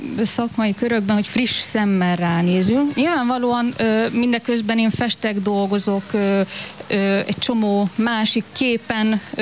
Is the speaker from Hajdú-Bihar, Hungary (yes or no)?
no; Szolnok, Jász-Nagykun-Szolnok, Hungary; born there